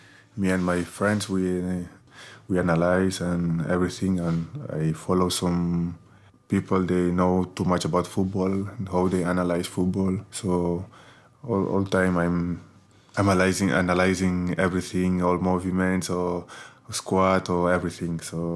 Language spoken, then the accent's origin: English; Catalonia, Spain; English is a second language; my hometown is in Catalonia. It's like close to Barcelona, like 1 hour to Barcelona.